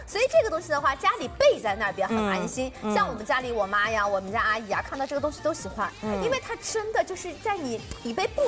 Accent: Shanghai, China; 我们上海人比较多见的下一碗面。

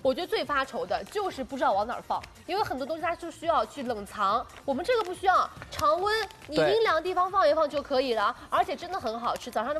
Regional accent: Shanxi, China; 因为我是山西人

